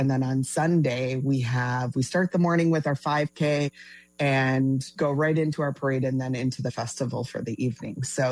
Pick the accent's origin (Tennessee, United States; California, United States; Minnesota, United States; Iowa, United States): Minnesota, United States; I'm actually from Minnesota. So right in the Twin Cities area. So this is home sweet home to me.